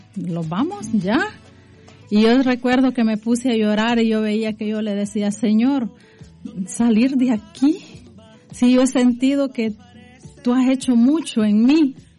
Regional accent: El Salvador; moved away as an adult; yo me vine de El Salvador para acá y lo dejé a él en El Salvador.

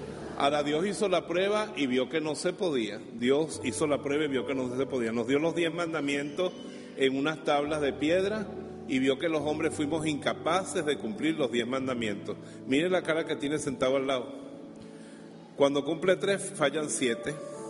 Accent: Valencia, Carabobo, Venezuela; viniendo a mi tierra, a Valencia

